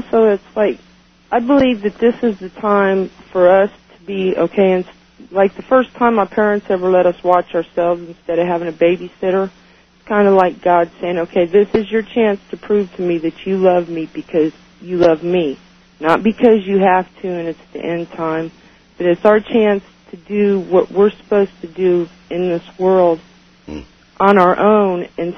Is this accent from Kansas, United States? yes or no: yes; Kansas, United States; I'm from Kansas.